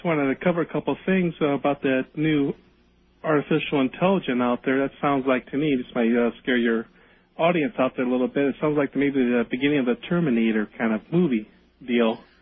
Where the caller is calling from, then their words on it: Chicago, Illinois, United States; Hi, Art. This is … calling from Chicago.